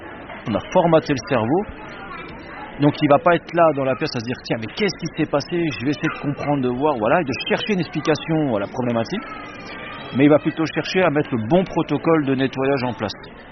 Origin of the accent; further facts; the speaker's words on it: France; Chez nous, en France